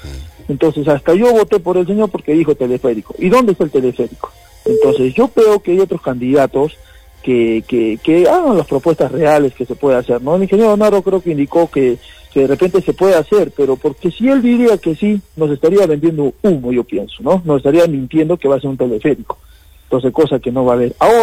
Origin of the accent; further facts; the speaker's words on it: Apurímac, Peru; Y hay un candidato acá en Selva Alegre que he tenido la experiencia, me ha mostrado, porque yo soy acá de Apurímac